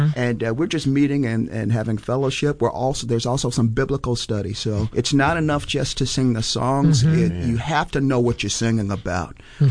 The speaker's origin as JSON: {"language": "English", "town": "Oxford", "region": "North Carolina", "country": "United States", "tie": "born or raised there", "also_born_or_lived": "Ohio", "moved": "yes", "lives_now": "Illinois, United States", "said": "I grew up in Oxford, North Carolina, so I'm a Southerner by birth, but I've lived in the Midwest close to almost two decades, 10 years in Ohio"}